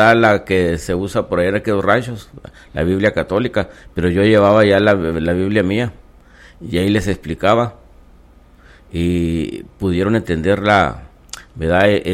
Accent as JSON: {"language": "Spanish", "region": "Chihuahua", "country": "Mexico", "also_born_or_lived": "Ojinaga", "moved": "as an adult", "lives_now": "United States", "said": "No, yo soy de cerquitas de Parral, Chihuahua."}